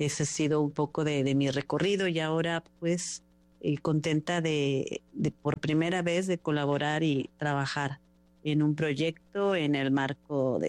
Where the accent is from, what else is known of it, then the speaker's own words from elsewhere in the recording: Mérida, Yucatán, Mexico; moved away as an adult; now in Puerto Maldonado, Peru; soy mexicana de la ciudad de Mérida, en el estado de Yucatán. Y bueno, ahora me encuentro viviendo en Puerto Maldonado, del departamento Madre de Dios, en Perú. Estoy aquí ya por 2 años viviendo